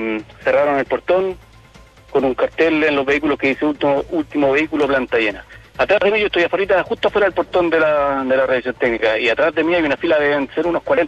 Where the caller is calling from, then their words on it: Mulchén, Biobío, Chile; por lo menos yo vengo de Mulchen